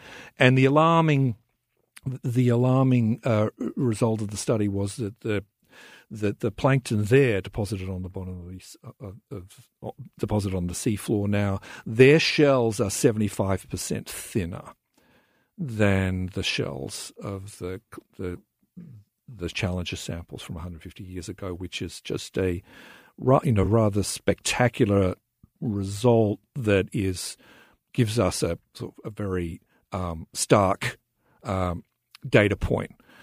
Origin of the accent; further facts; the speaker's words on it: Australia; accent: Australian; moved away as an adult; also born or lived in Melbourne, Australia / New York, United States; you probably tell from my accent that I'm from Australia. I'd lived in Melbourne and then subsequently did my graduate study in New York